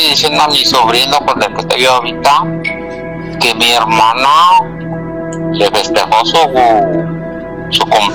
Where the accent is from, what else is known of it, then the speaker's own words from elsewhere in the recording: Guanajuato, Mexico; now in Chicago, United States; Desde Chicago. Bueno, yo soy de Guanajuato, pero ahorita te digo en Chicago